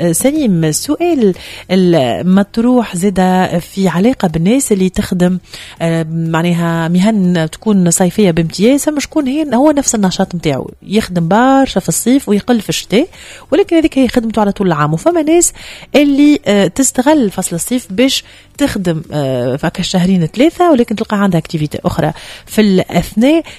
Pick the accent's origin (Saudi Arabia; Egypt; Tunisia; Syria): Tunisia; كما نقولوا بالتونسي